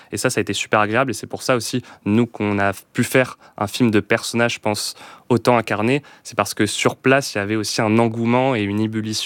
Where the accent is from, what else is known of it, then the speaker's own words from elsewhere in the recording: Nantes, Pays de la Loire, France; Alors nous, on vient de Nantes et depuis toujours, on est très attaché à la Bretagne en fait. Non, ce n'est pas en Bretagne, mais nos familles, on a nos grands-parents tous les deux en Bretagne, dans le nord et le sud.